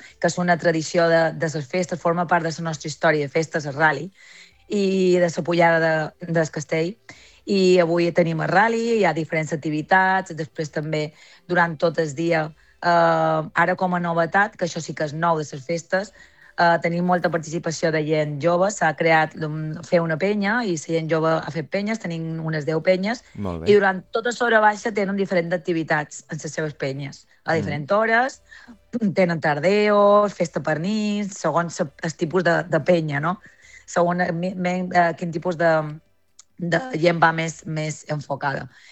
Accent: Andratx, Balearic Islands, Spain

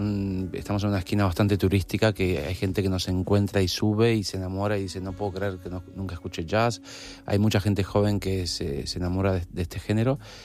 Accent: Argentina

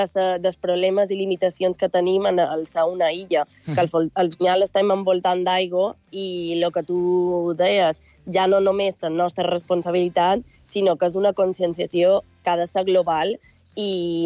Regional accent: Mallorca, Balearic Islands, Spain; soc de Mallorca

